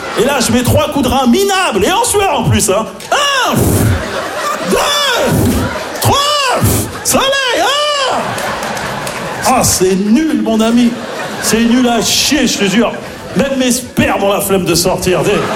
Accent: Maisons-Alfort, Île-de-France, France; parce que j'ai grandi à Maison Alfort, en plus, tu vois, dans le 9-4, tu vois.

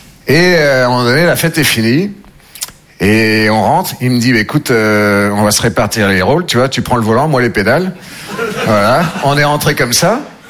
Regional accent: Nouvelle-Aquitaine, France

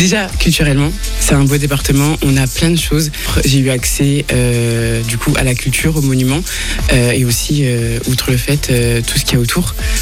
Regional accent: Hauts-de-France, France; moved away as an adult; J'ai grandi ici, j'ai vécu toute ma scolarité sauf mon master parce que j'ai pas trouvé plus proche. Je suis revenue dans l'Ouest parce que c'est un département que j'aime, qui m'a fait grandir

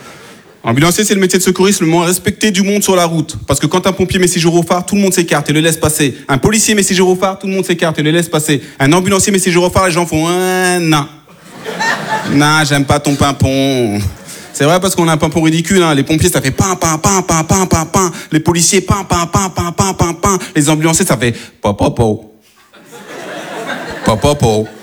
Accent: France; born there; Je lui dis non madame, je suis pantillais, je suis d'origine malienne. Elle me dit c'est bizarre parce que vous parlez bien français. J'ai dit madame, si je parle bien français, c'est peut-être parce que je suis né en France

